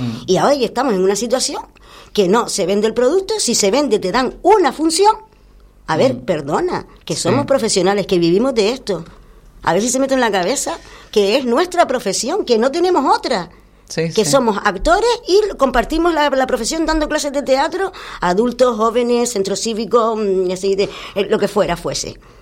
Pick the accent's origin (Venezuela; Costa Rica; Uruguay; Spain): Spain; Canary Islands; Tú sabes que yo soy muy canaria